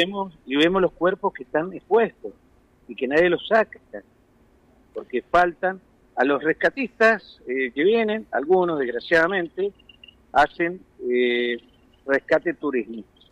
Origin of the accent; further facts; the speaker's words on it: Mendoza, Argentina; also born or lived in Newark, United States; Mira, yo soy mendocino y he estado en Nueva York, viviendo en Newark.